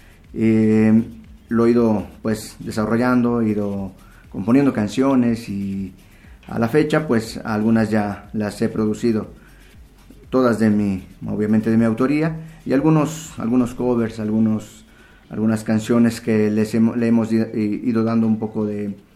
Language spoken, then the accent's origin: Spanish; Totolac, Tlaxcala, Mexico; yo soy originario de Totolac, okay. Tlaxcala, uh-huh. El municipio de Totolac.